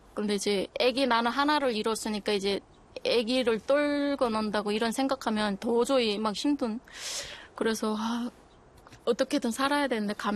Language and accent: Korean; North Korea; moved away as an adult; also born or lived in China; now in South Korea; 나는 북한 사람이니까 호적이 없잖아요.